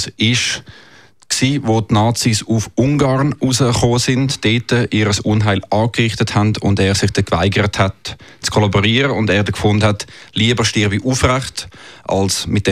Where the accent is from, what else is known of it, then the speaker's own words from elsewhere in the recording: Lucerne, Switzerland; moved away as an adult; now in Zurich, Switzerland; aufgewachsen, geboren in Luzern, wohne mittlerweile in Zürich.